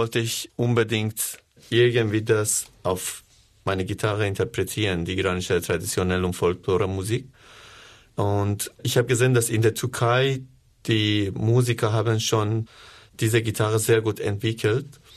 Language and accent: German; Iran; born there; German is a second language; moved away; also born or lived in Tehran / northern Iran; Ich bin in Teheran geboren und teilweise im Norden von Iran aufgewachsen.